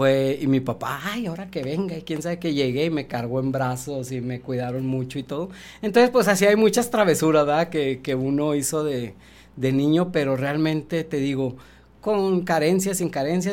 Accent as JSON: {"language": "Spanish", "town": "Ciudad Juárez", "region": "Chihuahua", "country": "Mexico", "tie": "born or raised there", "also_born_or_lived": "Monterrey", "said": "nacimos la mayoría en Monterrey, menos mi hermano el más chico, que ya nació aquí. Yo me vine muy chico, entonces soy juarense."}